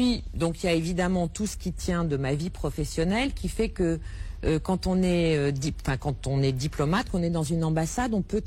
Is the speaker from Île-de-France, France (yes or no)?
yes; Paris, Île-de-France, France; also born or lived in Germany; Alors, je suis née en France, j'ai